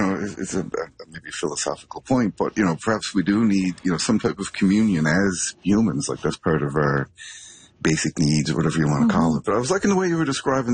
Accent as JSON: {"language": "English", "town": "Carbonear", "region": "Newfoundland and Labrador", "country": "Canada", "tie": "born or raised there", "said": "growing up in Carbonear"}